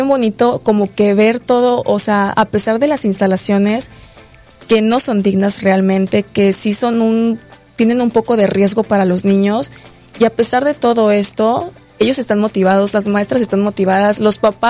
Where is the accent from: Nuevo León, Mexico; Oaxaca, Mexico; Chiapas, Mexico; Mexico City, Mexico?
Chiapas, Mexico; Yo soy chiapaneca y conozco perfectamente de todos los problemas que se viven día a día acá.